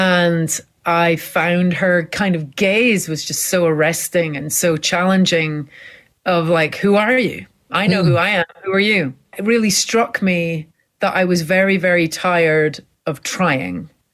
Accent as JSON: {"language": "English", "region": "Scotland", "country": "United Kingdom", "said": "And we were laughing because we're both Scottish Asian. I'm like quarter Chinese."}